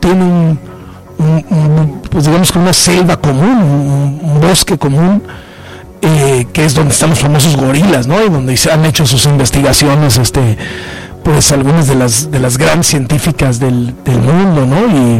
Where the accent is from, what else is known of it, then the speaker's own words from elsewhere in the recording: Yucatán, Mexico; Y luego en Yucatán, en mi tierra, del chef Roberto Solís